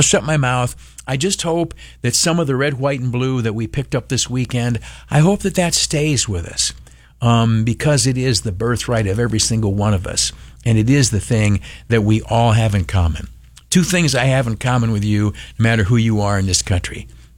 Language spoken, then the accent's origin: English; United States; I am an American first.